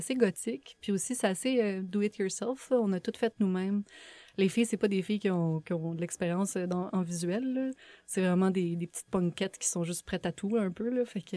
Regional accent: Sherbrooke, Quebec, Canada; je viens de Sherbrooke.

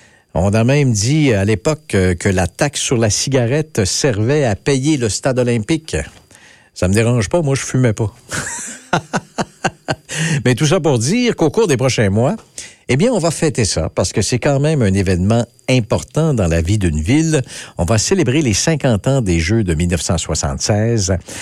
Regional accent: Montreal, Quebec, Canada; moved away; also born or lived in Saint-Eustache / Laval; Moi, c'était tout près de chez moi parce que je suis un Montréalais. Alors, j'habitais à Laval dans ce temps-là, ou en fait plutôt à Saint-Eustache, en banlieue de Montréal.

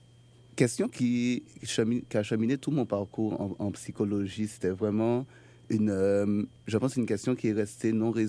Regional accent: Martinique; moved away as an adult; also born or lived in Paris; now in Montreal, Canada; Ça fait 7 ans maintenant que je vis à Montréal. Sinon, je suis originaire de la Martinique, petite île dans la Caraïbe.

